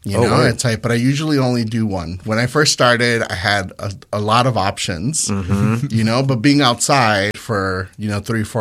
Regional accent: Loma Dorada, Jalisco, Mexico; English is a second language; now in Chicago, United States; So you know, I grew up in Jalisco. I actually grew up in the a little town called Loma Dorada, which is right below Tonalá

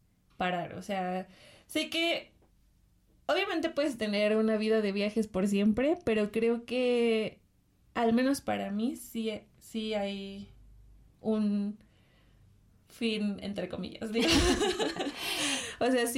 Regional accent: Mexico; Y pues también creo que como mexicano siempre se extraña una fiesta.

